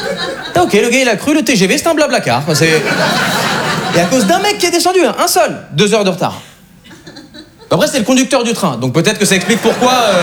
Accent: Switzerland; Il y a un mec qui a commenté « Tu viens d'où? Retourne dans ton pays !» Je dis la vérité, je dis « Bah, Suisse. »

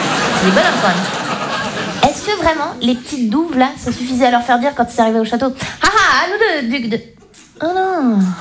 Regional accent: Romandy, Switzerland; first language French; moi je viens de Suisse romande, chez moi on parle français, mais en même temps on n'a pas la même psychologie que les Français.

